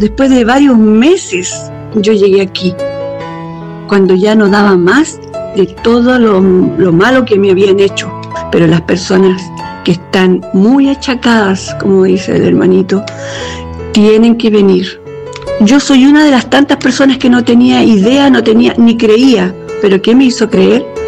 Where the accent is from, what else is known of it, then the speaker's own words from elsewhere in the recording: Viña del Mar, Valparaíso, Chile; De Viña del Mar.